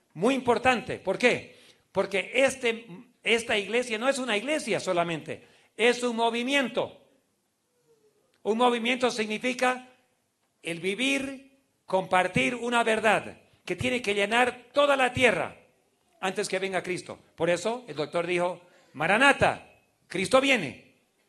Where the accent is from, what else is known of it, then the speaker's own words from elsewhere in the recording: Beni, Bolivia; Estábamos por volver, yo me crié en el Beni.